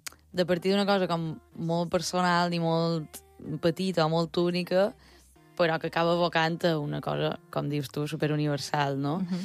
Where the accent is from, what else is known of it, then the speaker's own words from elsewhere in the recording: Balearic Islands, Spain; now in Catalonia, Spain; els mallorquins, quan sortim de Mallorca, mos acabam ajuntant